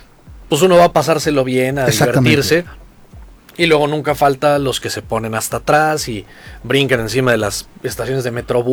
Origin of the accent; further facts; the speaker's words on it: Mexico; porque somos los mexicanos los que estamos llenando los estadios en los tres países